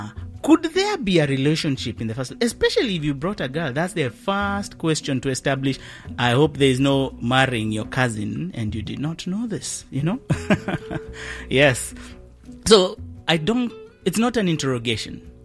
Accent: Kenya; But growing up in Kenya, never.

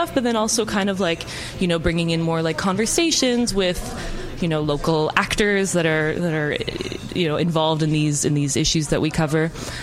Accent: Canada; I think as a Canadian, you look at places like More Perfect Union or like Novara Media

